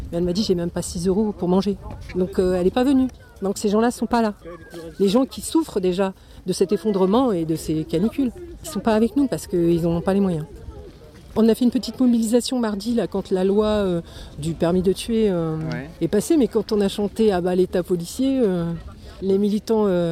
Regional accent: Le Havre, Normandy, France; Ben exactement, je viens du Havre et ce méga canal nous concerne aussi

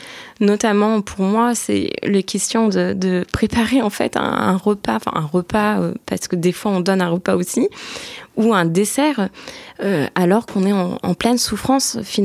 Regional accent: Turkey; moved away; dans la culture où j'ai grandi, en fait, dans mon pays d'origine qui est la Turquie

